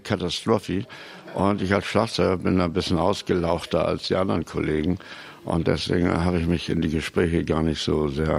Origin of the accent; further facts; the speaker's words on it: Lower Saxony, Germany; born there; also born or lived in Varel / Oldenburg; now in Wilhelmshaven, Germany; Nein, ich bin hier oben geboren. Ich bin in Sonderbusch geboren, das ist in der Nähe von Wilhelmshaven. Und mein erster Atemzug war Salzluft, Jodluft und die Temperatur hier oben in Norddeutschland.